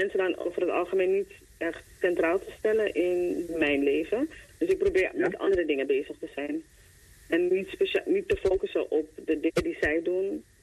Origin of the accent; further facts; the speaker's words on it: Netherlands; born there; We zijn Surinaams. Maar helaas zijn we wel in Nederland geboren.